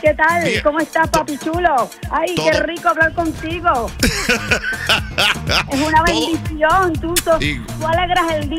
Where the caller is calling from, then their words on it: Spring Hill, Florida, United States; Te llamo desde Spring Hill, Florida.